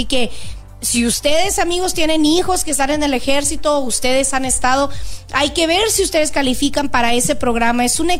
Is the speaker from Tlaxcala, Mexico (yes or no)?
no; Autlán, Jalisco, Mexico; moved away; yo soy de Jalisco, de Autlán, Jalisco, de ahí mero soy yo.